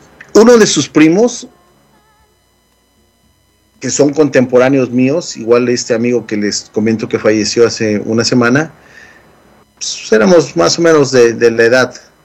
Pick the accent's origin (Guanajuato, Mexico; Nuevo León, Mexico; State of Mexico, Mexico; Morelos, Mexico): Morelos, Mexico; Yautepec; now in United States; al pueblo donde yo nací, Yautepec, Morelos.